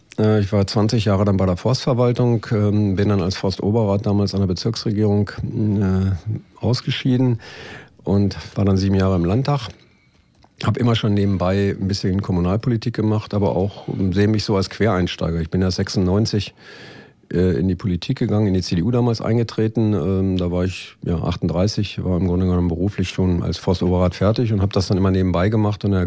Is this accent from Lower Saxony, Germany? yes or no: yes; Braunschweig, Lower Saxony, Germany; meine Familie wohnt schon seit ja wirklich hunderten von Jahren in Querum. Ich bin alter Querumer und damit auch alter Braunschweiger, bin hier aufgewachsen. Die Wurzeln liegen so ein bisschen in der Landwirtschaft, wohne auf dem, ja, früher war es ein großer Bauernhof, heute ist es ein kleiner